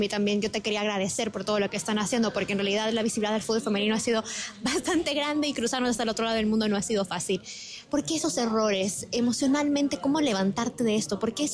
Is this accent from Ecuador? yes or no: yes; Ecuador; son sensaciones mixtas para nosotros como ecuatorianos, porque nos ilusionamos.